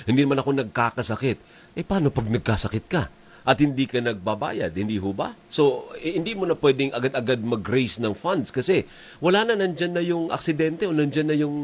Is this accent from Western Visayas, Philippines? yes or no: yes; Western Visayas, Philippines; Sa Ilonggo, ganun ang term sa amin.